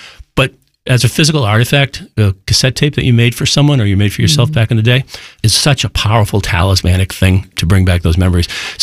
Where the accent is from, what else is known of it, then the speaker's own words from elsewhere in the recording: Boston, Massachusetts, United States; Growing up in Boston, it was always Kiss 108